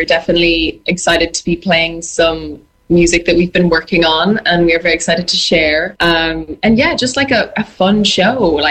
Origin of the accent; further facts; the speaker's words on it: Dublin, Leinster, Ireland; I used to cycle around there when I was 5 years old.